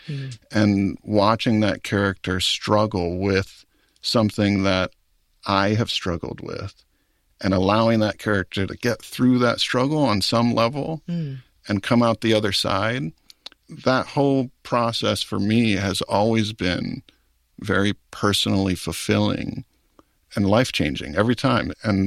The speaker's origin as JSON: {"language": "English", "town": "Maui", "region": "Hawaii", "country": "United States", "tie": "born or raised there", "said": "I grew up on Maui, a small island in the middle of the Pacific Ocean, and I found connection to the outside world in movie theaters."}